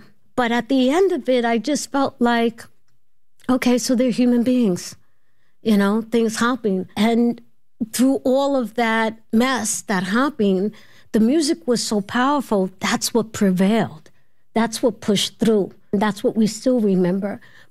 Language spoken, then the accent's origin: English; New York City, New York, United States; Well, first of all, being a New Yorker